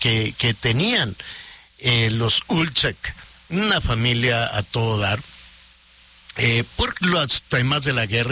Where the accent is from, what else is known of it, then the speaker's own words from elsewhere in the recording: Mexico; Somos los mexicanos, ¿verdad? Cuando te encargan a alguien, lo primero que estás pensando en qué fregado le vas a dar de comer.